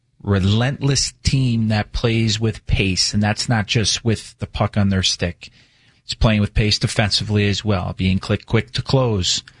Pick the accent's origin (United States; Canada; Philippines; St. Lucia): United States; Chicago, Illinois; now in Salt Lake City, United States; Where I grew up in Chicago, there was a lot of those downtown.